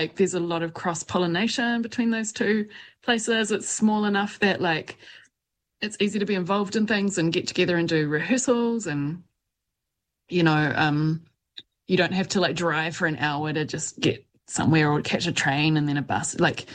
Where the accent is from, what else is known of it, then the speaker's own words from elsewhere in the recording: Auckland, New Zealand; now in Wellington, New Zealand; I grew up in Auckland, like I was saying, and I did start out playing kind of like punky stuff in Auckland